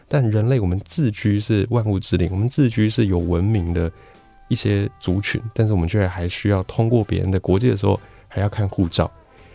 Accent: Taiwan

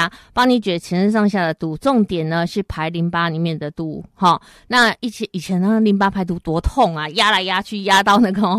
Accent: Taiwan; 不是只有我们台湾人在吃，

